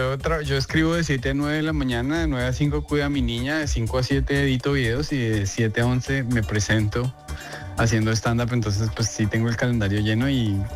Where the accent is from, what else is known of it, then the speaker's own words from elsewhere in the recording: Colombia; now in New York, United States; Creo que soy el primer colombiano que va a grabar un especial en español aquí en la Gran Manzana, entonces estoy muy orgulloso por eso.